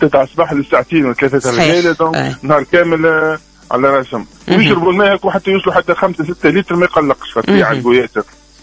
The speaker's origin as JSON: {"language": "Arabic", "region": "southern Tunisia", "country": "Tunisia", "said": "احنا عندنا في الجنوب زون معناتها كوتير كبيرة من بلقردان الجرديس الجربة"}